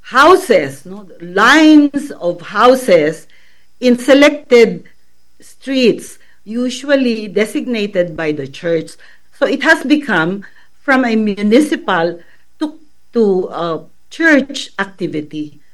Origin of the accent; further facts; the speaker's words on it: Lucban, Calabarzon, Philippines; kaming mga tubong Lukban